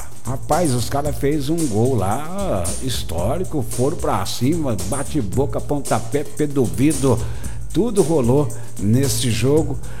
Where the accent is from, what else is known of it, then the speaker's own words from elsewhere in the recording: Brazil; Eu sou brasileiro